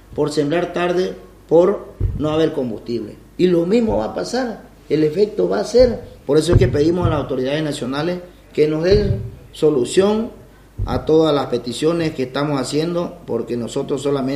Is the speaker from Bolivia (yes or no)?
yes; Bolivia; nos tratan como bolivianos de segunda